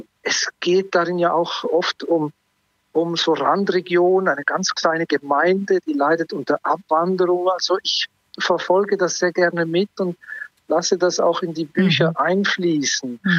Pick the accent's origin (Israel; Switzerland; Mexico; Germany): Switzerland; now in Iceland; Aber da merke ich dann so als Schweizer, da ist noch Raum nach oben. Also hier in Island